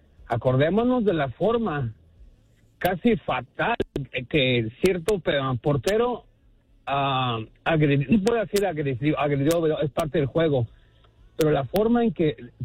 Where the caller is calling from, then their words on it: Tijuana, Baja California, Mexico; de Tijuana, solamente … para comunicarles que...